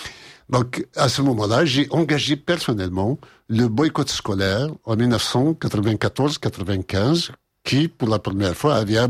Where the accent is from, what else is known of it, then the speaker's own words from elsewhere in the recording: Kabylia, Algeria; Et l'Algérie ne nous accepte pas en tant que Kabyle.